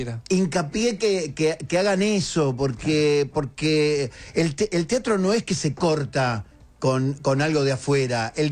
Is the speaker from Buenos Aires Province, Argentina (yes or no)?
yes; Munro, Buenos Aires Province, Argentina; En cuarto y quinto año del Esteban Echeverría de Munro, porque yo soy de Munro